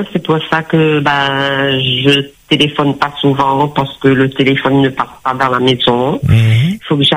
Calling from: Le Tampon, Réunion; à Trois-Mâts.

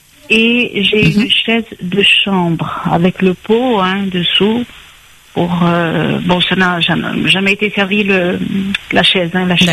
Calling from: Saint-Paul, Réunion; J'habite à la Plaine Saint-Paul.

